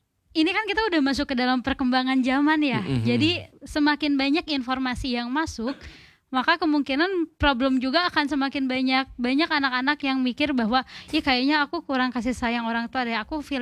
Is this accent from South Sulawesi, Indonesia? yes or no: no; Cimahi, West Java, Indonesia; Iya, aku dari Cimahi.